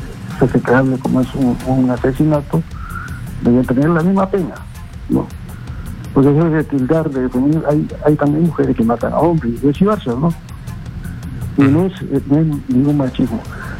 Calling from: Lima, Peru; De aquí, de Lima.

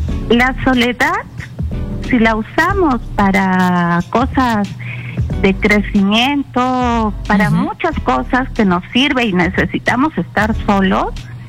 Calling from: Lima, Peru; Te llamo de Miraflores.

